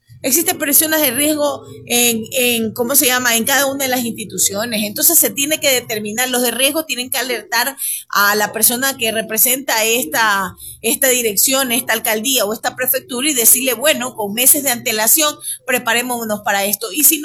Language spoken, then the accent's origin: Spanish; Esmeraldas, Ecuador; nosotros como esmeraldeños